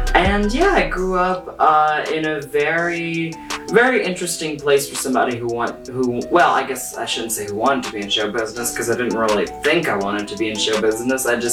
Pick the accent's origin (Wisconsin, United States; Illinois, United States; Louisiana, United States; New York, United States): Louisiana, United States; Cut Off; But I'm from Cut Off, Louisiana, and I grew up on the bayou, very small town.